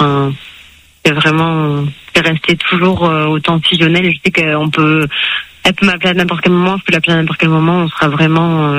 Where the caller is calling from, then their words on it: Réunion; on réside, du coup, sur l'île de la Réunion. Là, on fait des saisons dans le sud de la France